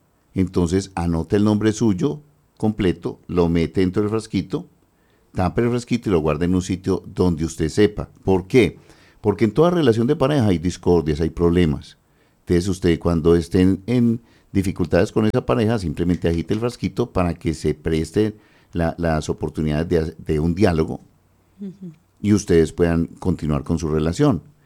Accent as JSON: {"language": "Spanish", "region": "Paisa region", "country": "Colombia"}